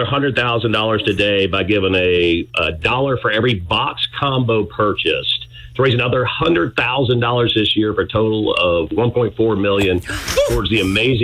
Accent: Baton Rouge, Louisiana, United States; I'm from Baton Rouge. I'm one of the original airing places.

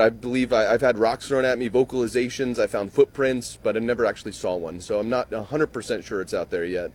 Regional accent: New Jersey, United States; I'm from New Jersey.

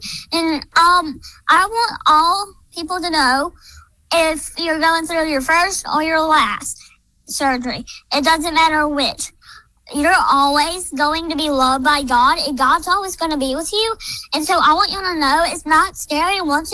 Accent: Pisgah, United States

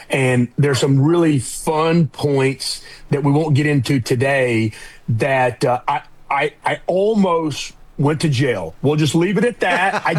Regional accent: Starkville, Mississippi, United States; growing up in Starkville as a child, going to Mississippi State, going to law school at Ole Miss

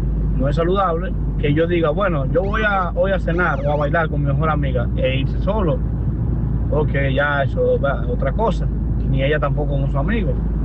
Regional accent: Dominican Republic; Yo soy dominicano y bueno, nuestra cultura

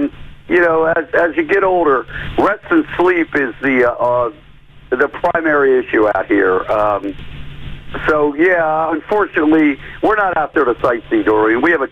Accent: Delaware, United States; But I'm a nobody from Delaware.

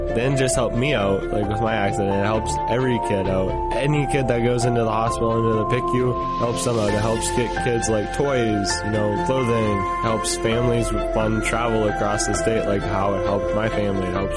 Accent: Box Elder, South Dakota, United States; I come from Box Elder, which is a smaller town all up in itself.

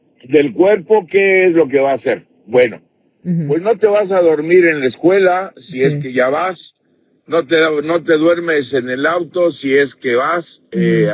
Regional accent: Pachuca, Hidalgo, Mexico; ahí en Pachuca, mi tierra

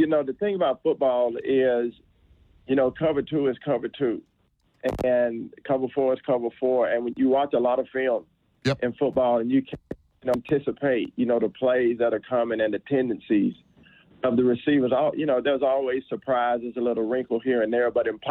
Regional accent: Texas, United States; I'm always glad to be back in the great state of Texas, and I love the people of Houston.

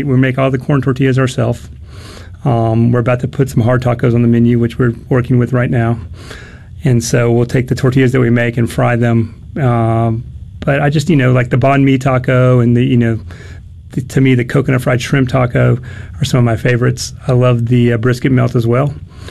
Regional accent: California, United States; Growing up, I grew up in California, and so I call it kind of California-style tacos

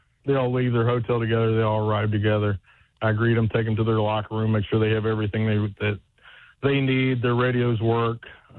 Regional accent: Lavalette, West Virginia, United States; I'm from Lavalette, which is just north of Wayne.

